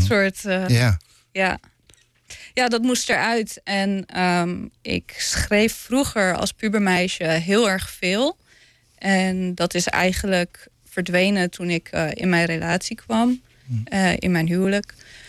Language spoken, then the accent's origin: Dutch; Lelystad, Flevoland, Netherlands; Ik ben een Lelystedeling.